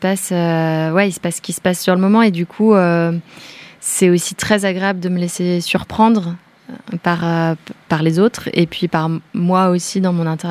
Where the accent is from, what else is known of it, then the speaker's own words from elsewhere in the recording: Bourgogne-Franche-Comté, France; c'est le Haut-Jura, nous, on vient du Jura.